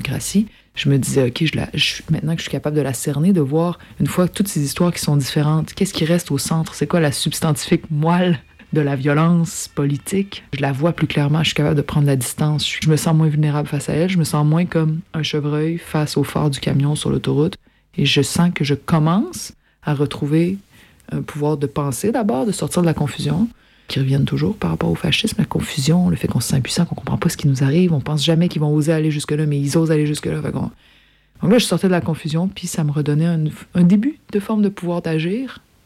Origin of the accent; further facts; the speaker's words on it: Canada; on est Canadien